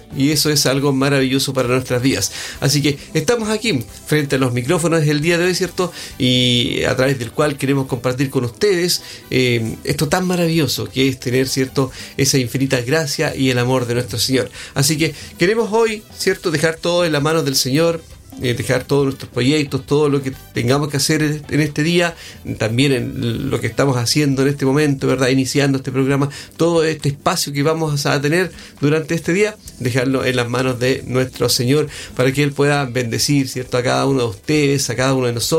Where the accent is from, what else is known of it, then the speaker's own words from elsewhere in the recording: Coronel, Biobío, Chile; nosotros somos de acá, de Coronel, pues, a nuestro coronel querido, acá en la región del Biobío.